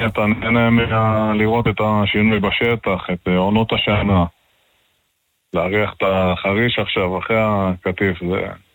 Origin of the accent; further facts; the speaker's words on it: Metula, Northern District, Israel; אני בן מטולה, מהמשפחות המייסדות, אגרונום.